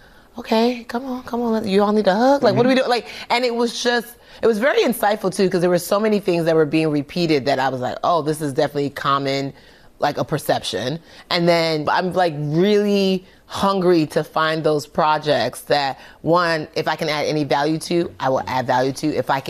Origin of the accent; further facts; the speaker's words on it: Nigeria; And I was like, how do I do that? I'm Nigerian.